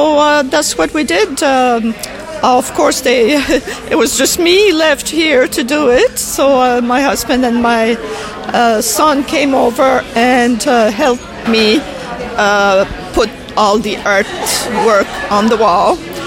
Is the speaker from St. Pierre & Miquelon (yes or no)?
yes; Saint-Pierre, St. Pierre & Miquelon; now in Newfoundland, Canada; I joined them because I'm from St. Pierre as well